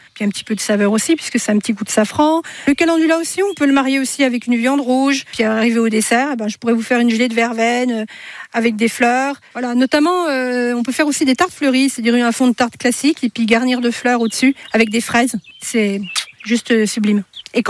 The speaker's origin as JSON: {"language": "French", "town": "Arconcey", "region": "Bourgogne-Franche-Comté", "country": "France", "tie": "born or raised there", "said": "J'ai grandi dans l'Aussois, à Arconcé, petit village de l'Aussois. Un village d'élevage, donc des prés, des pâtures et puis des bords de champs avec plein de fleurs différentes."}